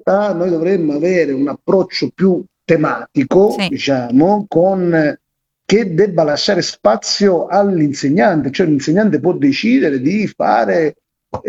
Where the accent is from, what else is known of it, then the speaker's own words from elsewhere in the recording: Madrid, Community of Madrid, Spain; Io vengo da Madrid